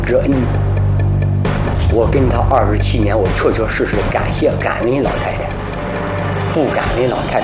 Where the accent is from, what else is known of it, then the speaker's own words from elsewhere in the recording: Liaocheng, Shandong, China; moved away as an adult; now in Beijing, China; 我是农民，家住山东聊城人，1993年11月结婚。